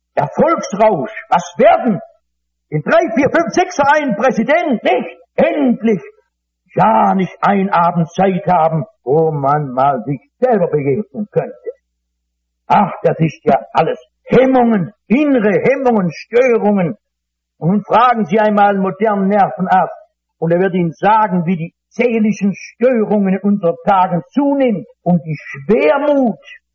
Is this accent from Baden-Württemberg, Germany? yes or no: no; North Rhine-Westphalia, Germany; ich komme aus dem Ruhrgebiet.